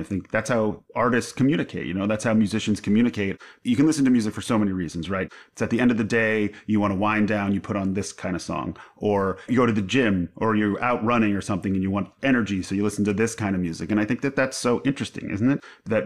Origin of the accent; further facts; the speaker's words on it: Long Island, New York, United States; I didn't grow up in Washington Heights. I grew up on Long Island, which is a very different place.